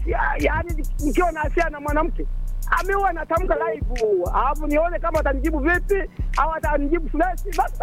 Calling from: Tanzania; Mimi napatikana Itamba … pande za Itamba kata Mgoa.

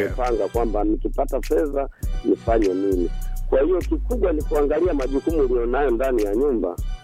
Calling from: Kalenga, Iringa, Tanzania; natokea Kalenga.

